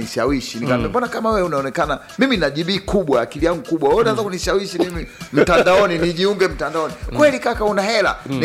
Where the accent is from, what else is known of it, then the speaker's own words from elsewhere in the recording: Mwanza, Tanzania; mimi nimetoka Mwanza pale nani na Nyegezi kwetu ndio pale.